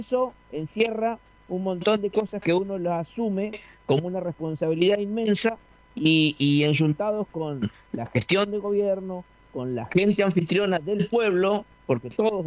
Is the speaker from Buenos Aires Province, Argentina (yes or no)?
yes; Santa Teresita, Buenos Aires Province, Argentina; la plaza de mi pueblo, Santa Teresita